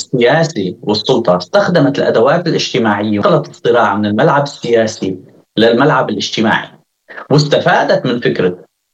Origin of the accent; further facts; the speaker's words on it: Sweden; سيما أنه أنا من السويد وشهادتي مجروحة يعني وستبين منحازي